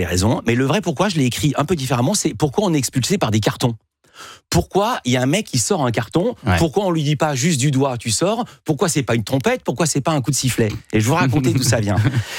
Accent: France; Nous, on est contents en tant que Français

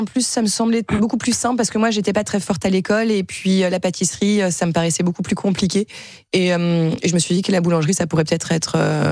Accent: France; comme je suis française, d'aller apprendre à faire du pain pour monter ma boulangerie.

